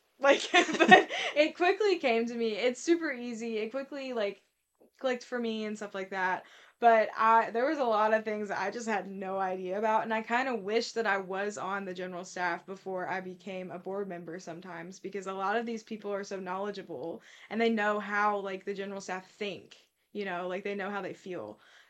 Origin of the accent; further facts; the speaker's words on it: Columbia, Kentucky, United States; moved away as an adult; We're from Columbia, Kentucky. It's like 2 hours south. It's Appalachia.